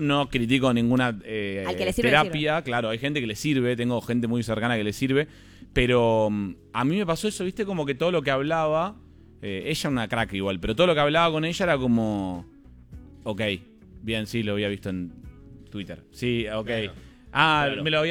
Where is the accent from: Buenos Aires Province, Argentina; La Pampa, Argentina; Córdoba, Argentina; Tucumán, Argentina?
Buenos Aires Province, Argentina; La Plata; yo soy un niño de La Plata